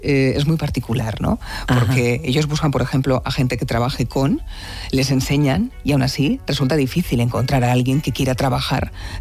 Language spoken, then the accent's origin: Spanish; Altea, Valencian Community, Spain; born there